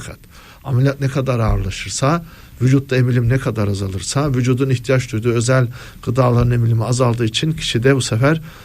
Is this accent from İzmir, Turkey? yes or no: no; Giresun, Turkey; Ben mesela Giresunluyum. Gidiyorsun bağına, bahçene, tarlana, onu yakıyordun.